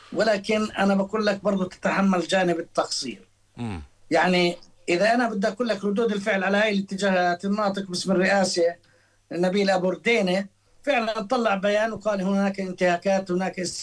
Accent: West Bank, Palestine; إحنا كفلسطينيين

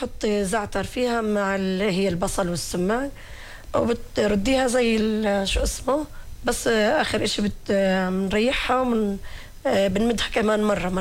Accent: Hebron, West Bank, Palestine; إحنا الخلايلة بنعمله

